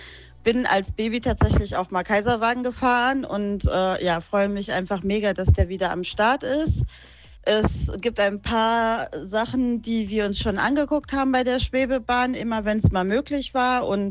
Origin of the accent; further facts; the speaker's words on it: Wuppertal, North Rhine-Westphalia, Germany; Ich bin gebürtige Wuppertalerin